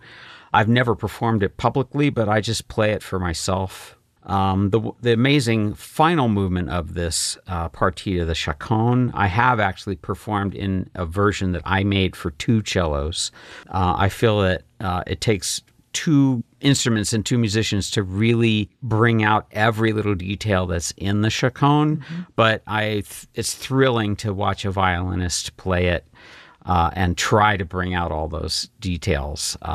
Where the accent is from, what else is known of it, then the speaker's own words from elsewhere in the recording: Pennsylvania, United States; So my classical music station growing up in Pennsylvania was really formative for me.